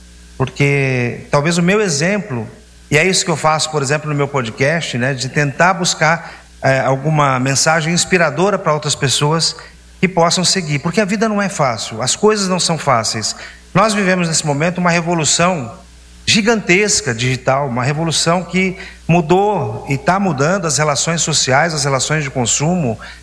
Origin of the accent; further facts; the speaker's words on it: Piraju, São Paulo, Brazil; moved away; Eu sou daqui. Eu nasci aqui em Piraju, morei no teto, andei descalço, joguei bolinha de gude, pé vermelho.